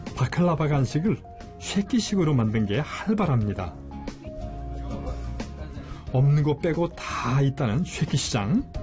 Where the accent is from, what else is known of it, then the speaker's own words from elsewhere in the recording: Gangwon, South Korea; 문득 제 고향인 강원도의 보리밭이 떠오릅니다.